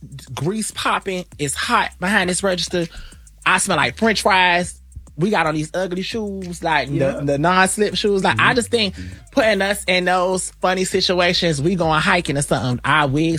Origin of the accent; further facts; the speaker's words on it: Florida, United States; growing up in Florida though, like even being, that's when I was a little boy